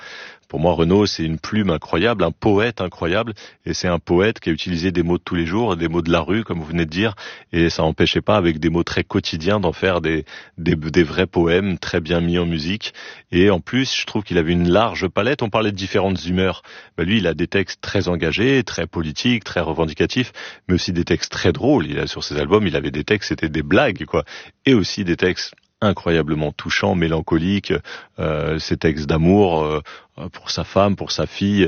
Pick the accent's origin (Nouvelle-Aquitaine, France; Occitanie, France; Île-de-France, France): Île-de-France, France; Saint-Denis; also born or lived in Le Blanc-Mesnil; Bah, ma banlieue, j'y étais très très très heureux. C'est une banlieue, Saint-Denis, ville du 93, un peu la plus grande ville du 93.